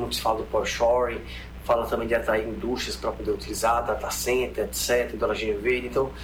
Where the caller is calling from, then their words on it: Natal, Rio Grande do Norte, Brazil; sou aqui de Natal, no Rio Grande do Norte.